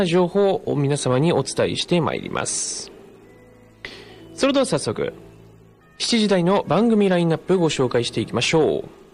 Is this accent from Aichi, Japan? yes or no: no; Misato, Akita, Japan; 僕の地元って旧仙南村美郷町の方なんですけども